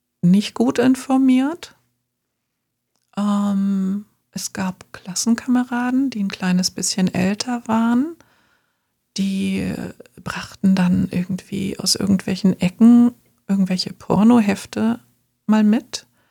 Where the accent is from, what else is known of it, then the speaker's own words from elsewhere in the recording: Thuringia, Germany; ich bin in Thüringen aufgewachsen, in so einem klitzekleinen Dorf, auf einem Bauernhof.